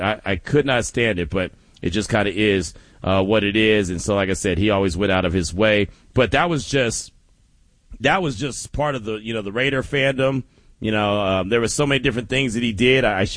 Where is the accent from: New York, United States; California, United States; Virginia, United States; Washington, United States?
California, United States; the Bay Area; I grew up in the Bay